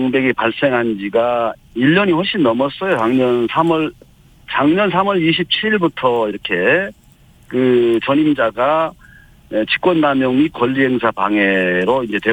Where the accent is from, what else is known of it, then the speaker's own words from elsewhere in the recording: Sinan, South Jeolla, South Korea; 민주당으로 여기 내 고향 신안에 대한 준비를 하다가